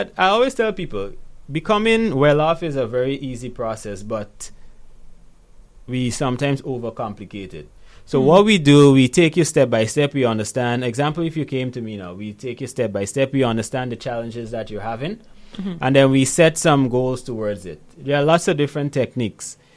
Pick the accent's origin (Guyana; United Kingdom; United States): Guyana; born there; I remember when I just moved back to Guyana in 2016. Right, I was born in Guyana, by the way.